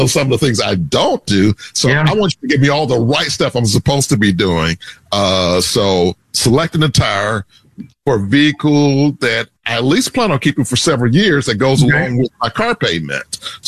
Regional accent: the South, United States; moved away; also born or lived in Wisconsin; But I'm from the South.

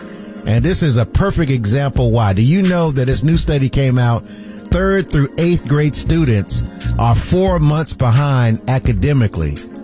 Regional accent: Goldsboro, North Carolina, United States; moved away; when I was in my hometown of Goldsboro

